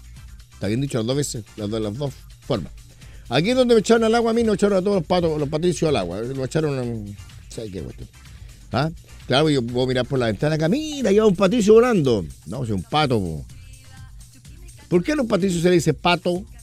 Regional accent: Chile; Somos chilenos, el mejor país de Chile.

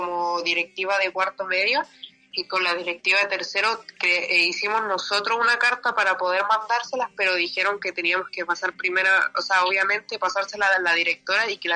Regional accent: Chile

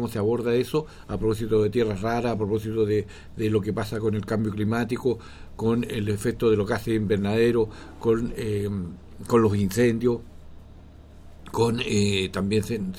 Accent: Talcahuano, Biobío, Chile; yo soy de Talcahuano

